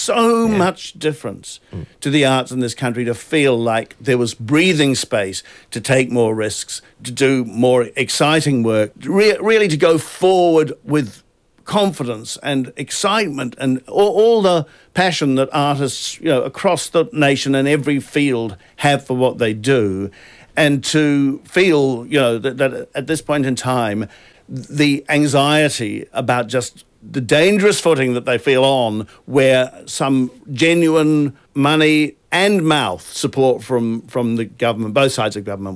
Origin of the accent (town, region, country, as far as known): New Zealand; born or raised there